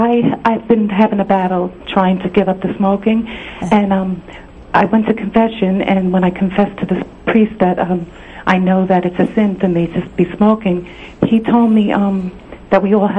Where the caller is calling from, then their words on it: New Jersey, United States; I'm from New Jersey.